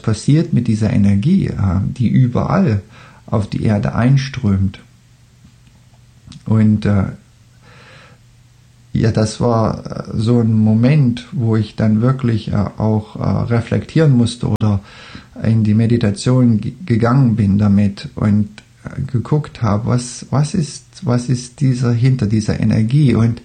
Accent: Germany; now in Australia; dass ich komme aus Deutschland, lebe aber in Australien. Und ich lebe jetzt schon länger in Australien, als ich in Deutschland gelebt habe.

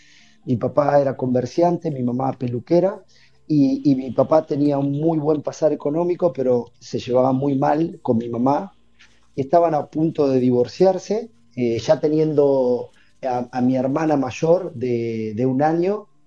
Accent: Buenos Aires, Argentina; born there; yo nací en Capital, en un hogar, mi familia, mi papá, mi mamá, mi papá Miguel, mi mamá Betty, mis dos hermanas, una mayor y una menor. Yo nací en el año 74

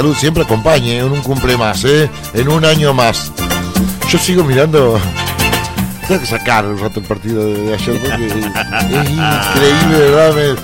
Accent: Argentina; Claramente de nuestra patria grande, Argentina.

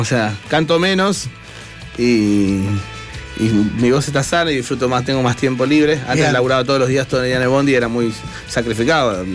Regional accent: Marcos Paz, Buenos Aires Province, Argentina; moved away as an adult; now in La Plata, Argentina; Hasta que me instalo en la ciudad de La Plata, ¿no? Yo soy Marcos Paz, nativo de Marcos Paz, originario.

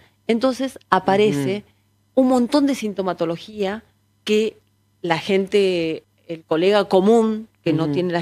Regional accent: Buenos Aires, Argentina; yo soy porteña, pero soy hija de Correntina.

